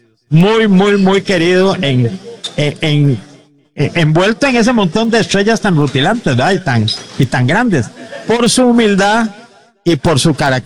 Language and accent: Spanish; Costa Rica; yo soy costarricense